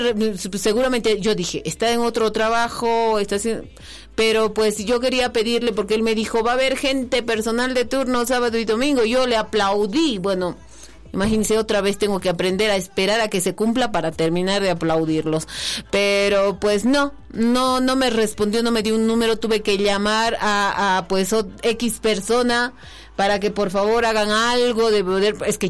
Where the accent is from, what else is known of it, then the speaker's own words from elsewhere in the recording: Potosí, Bolivia; ya es normalazo para nosotros que somos potosinos